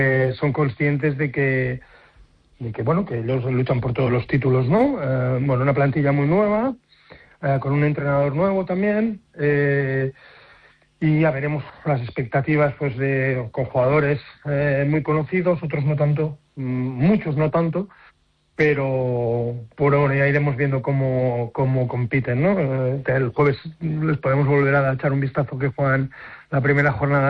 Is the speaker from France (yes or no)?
no; Badalona, Catalonia, Spain